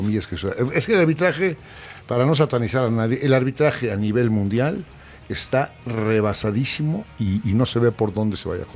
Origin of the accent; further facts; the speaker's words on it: Mexico City, Mexico; born there; Porque nací en Tenochtitlán.